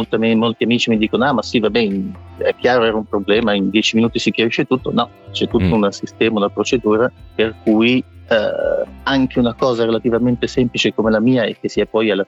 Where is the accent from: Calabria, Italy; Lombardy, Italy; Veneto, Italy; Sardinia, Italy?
Lombardy, Italy; Sì, sì, vivo, sono lombardo, sì, sì. Vivo tra Italia e Belgio.